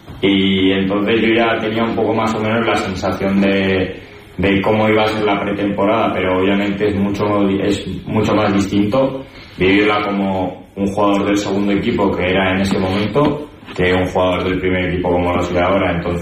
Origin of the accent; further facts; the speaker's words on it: Navarre, Spain; Pues yo toda mi vida he jugado al fútbol en Navarra, en mi pueblo, y pues un profesor de la ESO me introdujo al voleibol